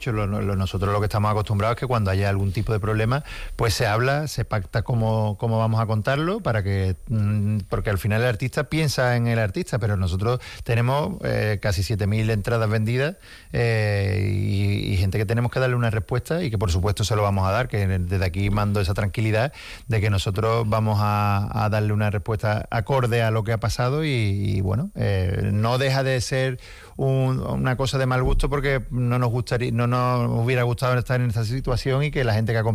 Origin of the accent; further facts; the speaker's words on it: Seville, Andalusia, Spain; eso me hace a mí como sevillano mucha ilusión